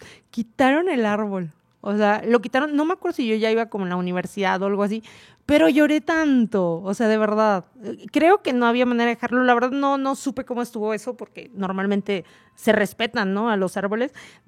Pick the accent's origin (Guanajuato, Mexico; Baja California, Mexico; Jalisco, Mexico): Guanajuato, Mexico; San Diego de la Unión; moved away; cuando yo iba en el kinder, allá en mi pueblo natal, San Diego de la Unión, Guanajuato, yo iba en el kinder